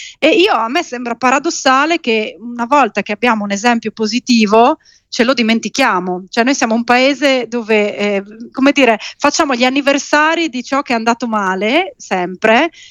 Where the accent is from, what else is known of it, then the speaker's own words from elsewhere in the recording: Gemona del Friuli, Friuli-Venezia Giulia, Italy; io sono di Gemona del Friuli, che è stato, diciamo, il paese che ha avuto più vittime la notte del 6 maggio del 76